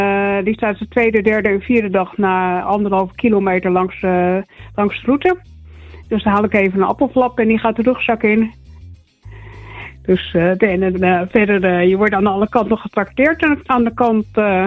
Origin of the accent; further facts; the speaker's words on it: Zoeterwoude, South Holland, Netherlands; Ja, ik ben weer iemand uit Zoeterwoude tegengekomen.